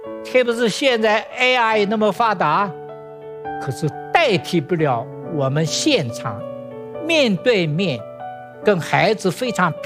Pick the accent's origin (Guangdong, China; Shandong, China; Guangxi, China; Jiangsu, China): Jiangsu, China; Suzhou; 我老家苏州